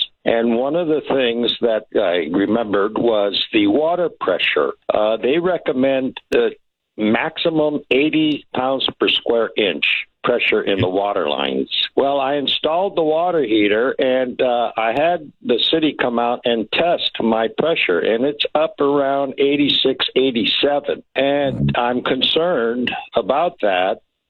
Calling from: San Diego, California, United States; I'm calling you from San Diego

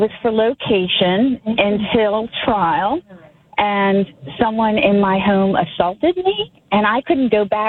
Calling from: Sykesville, Maryland, United States

